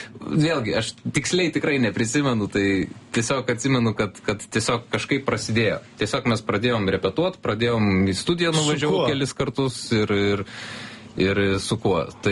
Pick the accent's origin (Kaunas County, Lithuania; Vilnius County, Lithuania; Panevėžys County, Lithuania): Kaunas County, Lithuania; Kaunas; kažkur Kaune, užaugau Kaune, tai tenais tiesiog kažkur išėjau